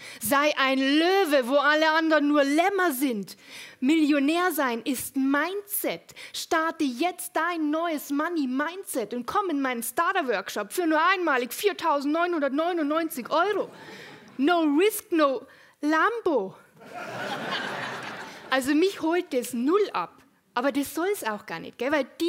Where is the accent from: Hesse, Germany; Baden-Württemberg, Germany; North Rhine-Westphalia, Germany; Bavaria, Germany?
Bavaria, Germany; Munich